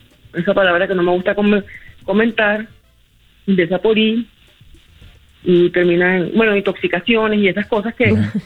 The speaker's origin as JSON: {"language": "Spanish", "region": "Caribbean coast", "country": "Colombia", "said": "como costeña, cocinera costeña"}